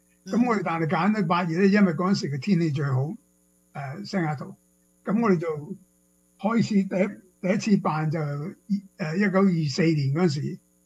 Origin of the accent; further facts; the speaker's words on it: China; 呢啲係所以我中國人嘅習俗啦